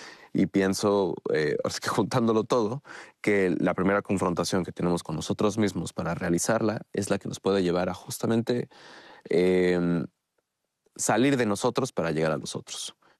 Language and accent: Spanish; Puebla, Mexico; yo vengo de México, pero hago cine desde el estado de Puebla, ¿no? De la ciudad de Puebla.